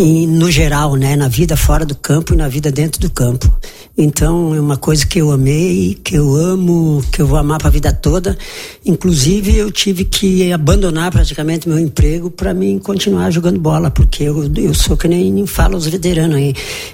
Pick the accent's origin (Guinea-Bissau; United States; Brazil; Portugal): Brazil; Marau, Rio Grande do Sul; born there; Eu nasci em Marau aqui.